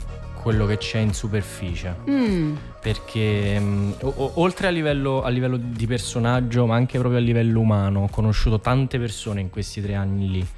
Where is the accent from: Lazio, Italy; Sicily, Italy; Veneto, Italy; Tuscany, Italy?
Lazio, Italy; Rome; born there; also born or lived in Naples